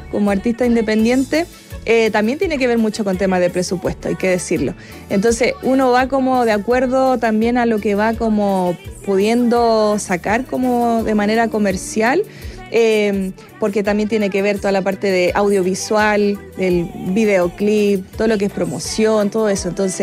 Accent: Chile; como compositora chilena también

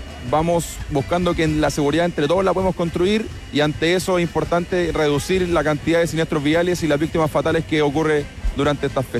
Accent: Linares, Maule, Chile; Yo soy de la región del Maule, de la comuna de Linares.

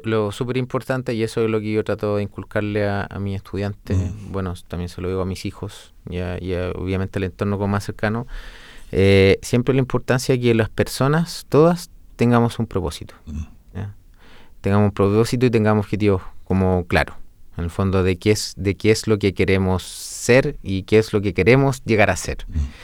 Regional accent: Rengo, O'Higgins, Chile; moved away; yo vengo de la región de O'Higgins, de una comuna que se llama Rengo

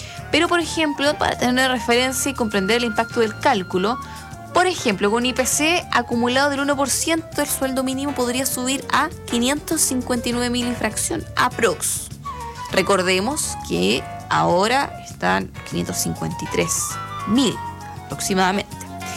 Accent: Chile; Como buen chileno, buena chilena que soy.

